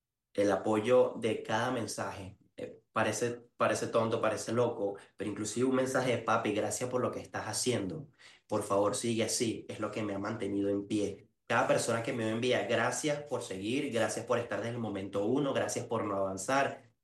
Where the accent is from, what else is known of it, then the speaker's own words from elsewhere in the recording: El Valle, Capital District, Venezuela; moved away; Originalmente yo crecí en el Valle.